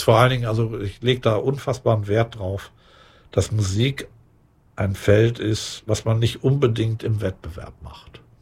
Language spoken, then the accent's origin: German; Lübeck, Schleswig-Holstein, Germany; moved away; ich komme ja aus Lübeck, ne? Ich bin so und ich habe mein Leben lang schon Heimweh.